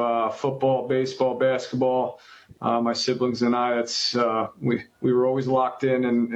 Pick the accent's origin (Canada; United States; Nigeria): United States; Wilmington, Delaware; Yeah, from Wilmington, Delaware. Mm-hmm. I have two brothers and a sister. I am the second oldest.